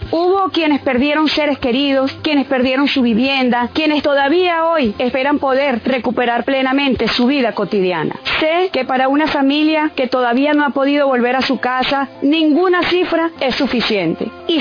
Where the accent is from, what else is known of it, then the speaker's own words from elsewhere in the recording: Venezuela; Como venezolana, que me ha ocupado estos meses dirigir acción a los desafíos que nos preocupan como país